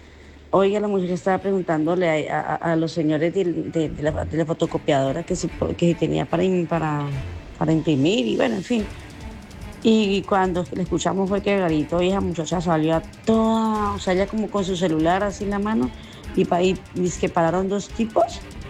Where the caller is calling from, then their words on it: Neiva, Huila, Colombia; yo vivo aquí en el norte, en Neiva